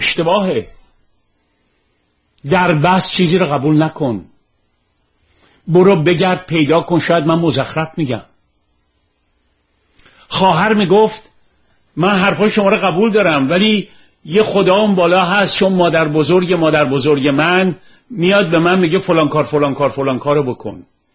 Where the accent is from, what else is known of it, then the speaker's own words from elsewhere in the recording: Iran; ببینید ما در ایران یاد نگرفتیم بحث کنیم، یاد گرفتیم جدل کنیم.